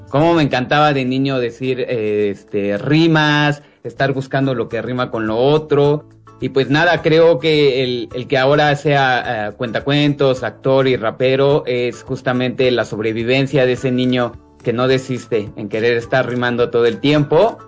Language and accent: Spanish; Ecatepec, State of Mexico, Mexico; vengo de Ecatepec, ahí crecí, ahí tuve mi infancia entre las calles de Ecatepec con mis amigos